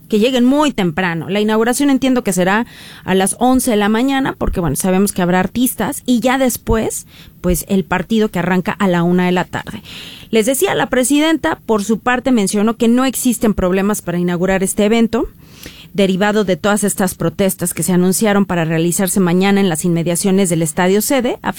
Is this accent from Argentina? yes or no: no; Mexico